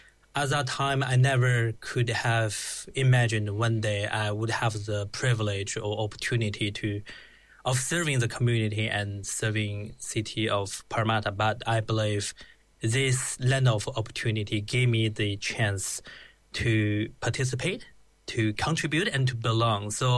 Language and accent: English; China; born there; English is a second language; Then I was born in China, and I grew up in a very ordinary family.